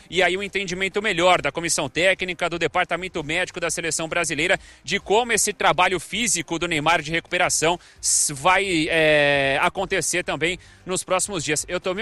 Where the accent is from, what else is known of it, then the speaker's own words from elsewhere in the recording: Catanduva, São Paulo, Brazil; eu passei a minha infância e a minha adolescência toda em Catanduva. Então, eu fui criado, sim, nas ruas do interior de São Paulo.